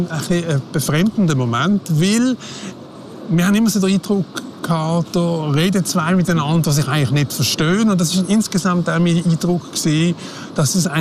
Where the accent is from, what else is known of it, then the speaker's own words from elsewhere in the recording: Switzerland; Und von der EU-Kommission hat man eigentlich bald mehr erfahren als von der Schweizer Seite, als Schweizer Journalist.